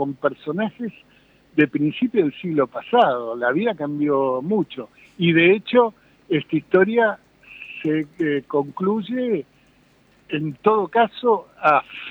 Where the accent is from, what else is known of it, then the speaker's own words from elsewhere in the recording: Argentina; born there; Yo nací, mi mamá nació en Argentina, y los padres que sí venían, mi abuelo paterno era lituano